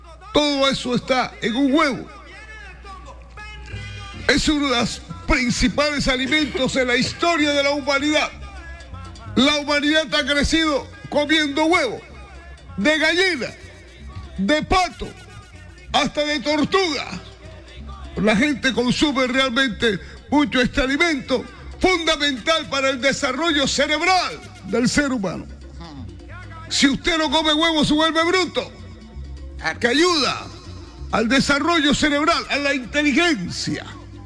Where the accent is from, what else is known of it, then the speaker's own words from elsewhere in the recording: Barranquilla, Atlántico, Colombia; Este verso es muy sincero. Y lo grito como barranquillero.